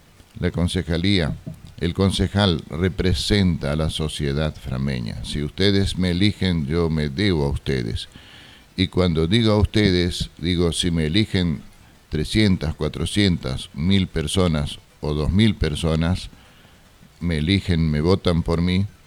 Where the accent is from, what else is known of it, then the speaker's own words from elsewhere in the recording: Fram, Itapúa, Paraguay; Amo mi terruño, amo Fram, amo la gente de Fram